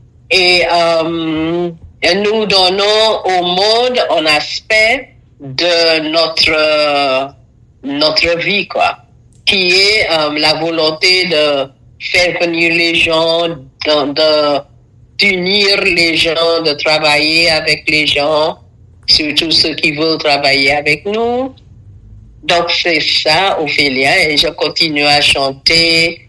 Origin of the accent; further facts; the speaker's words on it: Dominica; also born or lived in Curaçao; Je suis dominicaine. Je suis née à Curaçao, des parents de la Dominique.